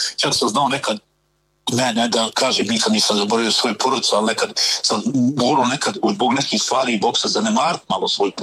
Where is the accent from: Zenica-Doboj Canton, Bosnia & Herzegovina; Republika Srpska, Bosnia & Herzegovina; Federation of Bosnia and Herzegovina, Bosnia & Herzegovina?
Zenica-Doboj Canton, Bosnia & Herzegovina; Zenica; kad sam bio ja ovako mlađi, bio sam nestrašan znate, odrastao sam u Zenci